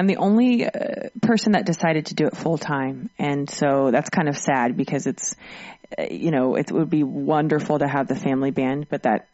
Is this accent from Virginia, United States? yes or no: yes; Virginia, United States; also born or lived in Nashville; now in Washington, D.C., United States; So I grew up in Virginia, but I moved to Nashville. Now I'm back in D.C.